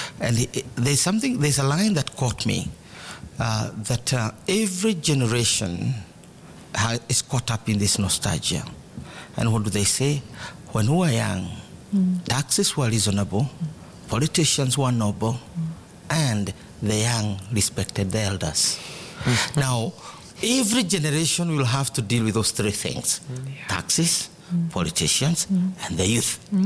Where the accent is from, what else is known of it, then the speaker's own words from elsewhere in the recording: Murang'a County, Kenya; those of us who come from Muranga.